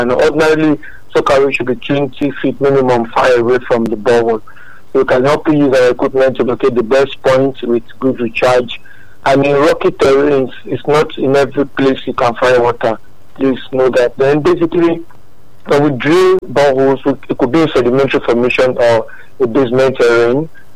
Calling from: Ajuwon, Ogun, Nigeria; I'm calling from Ajuwon. Akute area.

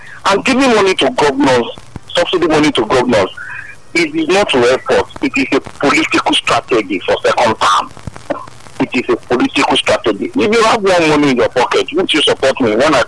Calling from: Nigeria; I'm from Agba area.

